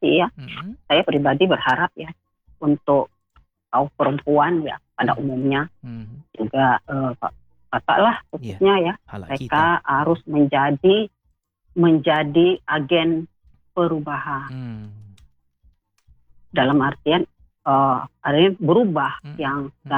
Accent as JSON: {"language": "Indonesian", "town": "Medan", "region": "North Sumatra", "country": "Indonesia", "tie": "born or raised there", "said": "saya kebetulan kan adanya lahir dan besar di daerah saya di Medan."}